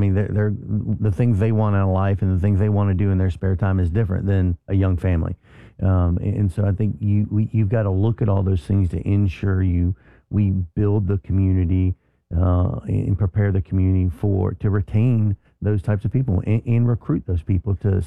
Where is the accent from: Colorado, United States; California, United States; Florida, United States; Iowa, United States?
Florida, United States; moved away